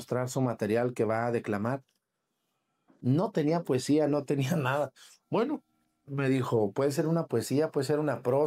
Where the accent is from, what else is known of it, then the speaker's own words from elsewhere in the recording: Jalisco, Mexico; Por cierto, en Yahualica, un saludo a la gente de Yahualica y a media hora de mi pueblo.